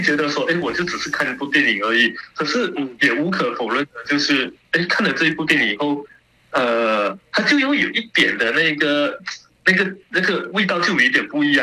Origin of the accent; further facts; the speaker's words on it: Malaysia; accent: Malaysian; 我用我们马来西亚的口音